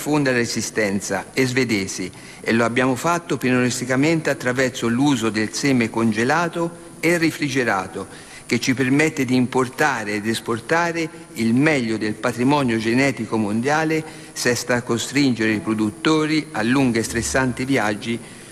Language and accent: Italian; Santa Croce sull'Arno, Tuscany, Italy; A Santa Croce, il mio paese